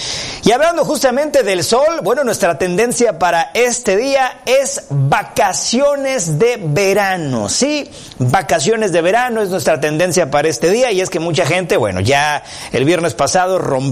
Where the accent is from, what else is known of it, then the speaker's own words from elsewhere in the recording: Chiapas, Mexico; A veces somos de Chiapas y no conocemos todos estos lugares tan bonitos